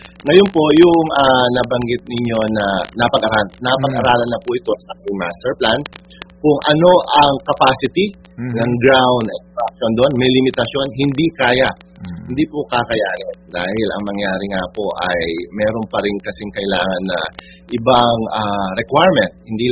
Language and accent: Tagalog; Central Luzon, Philippines; ako po, taga Pampanga po ako